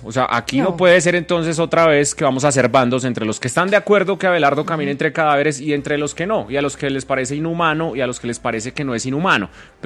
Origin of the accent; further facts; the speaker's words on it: Colombia; este es un tema que nos pone a nosotros a revisarnos como colombianos qué es lo que está pasando.